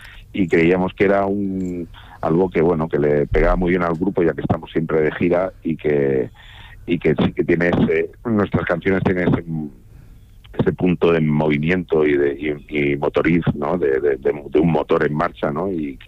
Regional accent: Region of Murcia, Spain; yo soy de Murcia

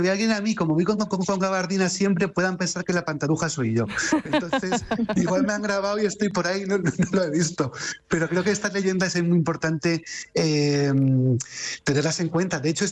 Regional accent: Alcázar de San Juan, Castilla-La Mancha, Spain; de mi pueblo, de Alcázar de San Juan

